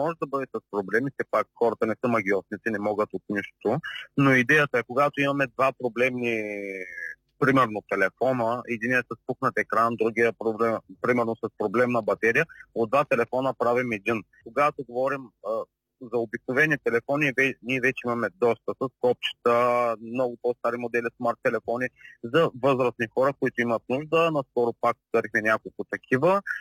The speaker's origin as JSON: {"language": "Bulgarian", "town": "Burgas", "region": "Burgas Province", "country": "Bulgaria", "said": "Ние сме от Бургас."}